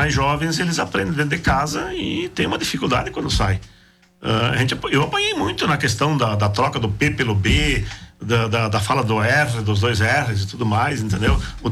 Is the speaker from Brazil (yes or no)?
yes; Brazil; born or raised there; first language German; Portuguese is a second language